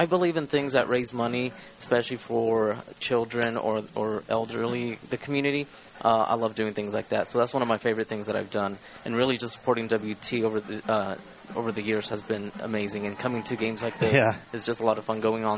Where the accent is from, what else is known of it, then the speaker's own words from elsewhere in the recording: Texas, United States; moved away as an adult; now in Texas Panhandle, United States; originally I'm from the Dallas-Fort Worth area, but I made my way up to the Panhandle to come to school back in 2007.